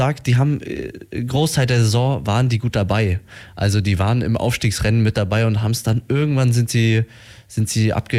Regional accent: Dresden, Saxony, Germany; Da kann man sich gar nicht beschweren, glaube ich, als Dresdner.

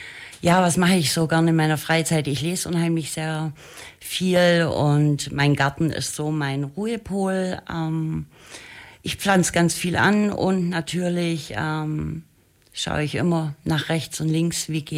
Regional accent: Senden, Bavaria, Germany; also born or lived in Isny; Also geboren bin ich in Isny, aber wirklich aufgewachsen in Senden und habe da auch meine Familie

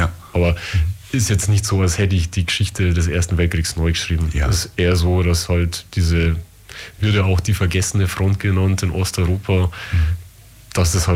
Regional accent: Straubing, Bavaria, Germany; Also ich kenne das von meiner Heimatstadt Straubing, das Archiv, da sind bloß 4 Leute beschäftigt.

